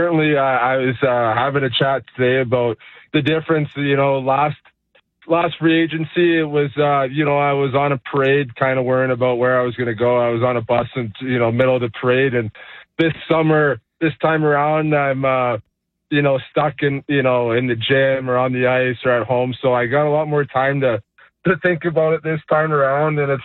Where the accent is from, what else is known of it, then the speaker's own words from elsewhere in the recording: Canada; now in Calgary, Canada; growing up as a Canadian kid